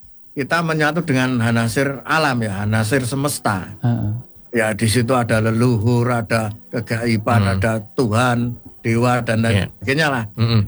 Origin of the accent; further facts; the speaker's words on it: Java, Indonesia; Tapi sebagai orang Jawa, apapun tahun kedepannya itu harus optimis.